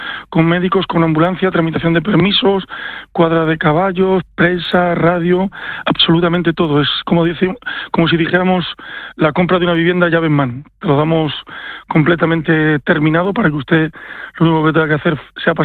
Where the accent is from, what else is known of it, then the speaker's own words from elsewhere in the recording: Castile and León, Spain; en la comunidad de Castilla y León, donde somos originarios de Valladolid